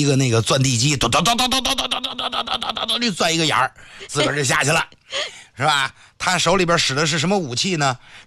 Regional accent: northern China, China; 作为一个北方人

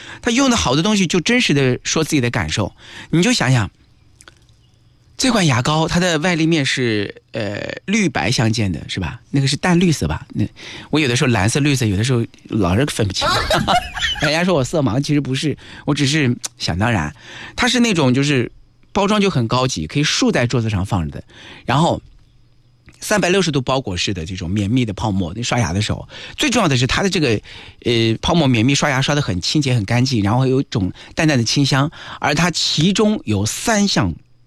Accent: Nanjing, Jiangsu, China; 我们南京人

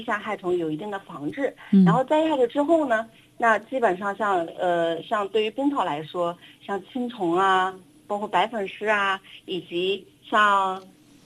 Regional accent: China; 符合我们中国人的口味。

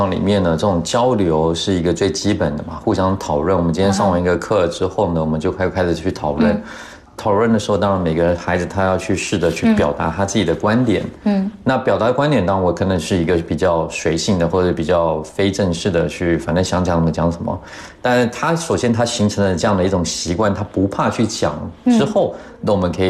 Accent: China; 因为对于我们中国人来讲，我们其实中文也有语法，对吧？

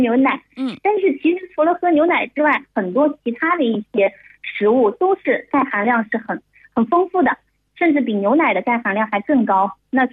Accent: China; 我们中国人群呢

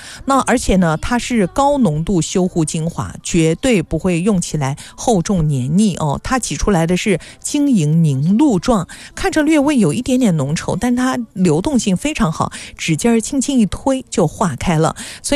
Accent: Nanjing, Jiangsu, China

